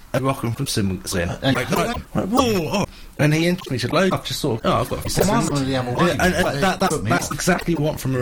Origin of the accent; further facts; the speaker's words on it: Horsham, South East England, United Kingdom; I grew up near in Horsham.